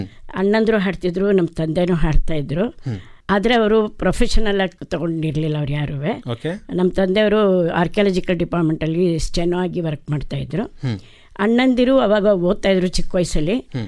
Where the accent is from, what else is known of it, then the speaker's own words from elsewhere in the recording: Mysore, Karnataka, India; ಮೂಲತಃ ನಾನು ಹುಟ್ಟಿ ಬೆಳೆದಿದ್ದೆಲ್ಲ ಮೈಸೂರು. ಆದರೆ ನಮ್ಮ ತಂದೆಯವರೆಲ್ಲ ಇದ್ದಿದ್ದು ರುದ್ರಪಟ್ಟಣಂ ಗ್ರಾಮದಲ್ಲಿ, ಅರಕಲಗೂಡು ತಾಲೂಕಿನ ರುದ್ರಪಟ್ಟಣಂ ಗ್ರಾಮದಲ್ಲಿ.